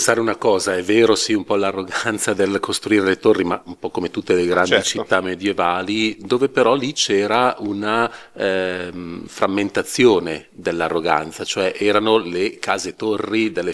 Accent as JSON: {"language": "Italian", "region": "Lombardy", "country": "Italy", "tie": "born or raised there", "lives_now": "Cremona, Italy", "said": "Io mi affaccio sempre volentieri anche dalla parte nord per guardare il mio paese d'origine"}